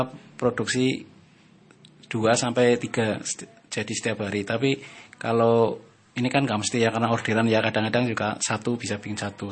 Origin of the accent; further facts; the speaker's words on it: Wirasana, Central Java, Indonesia; saya dari Celeleng Wirasana.